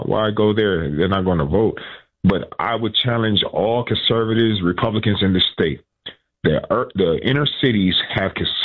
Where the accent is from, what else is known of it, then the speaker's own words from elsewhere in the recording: Flint, Michigan, United States; I am born and raised in Flint. We have voted Democrat my entire life, my mother's entire life.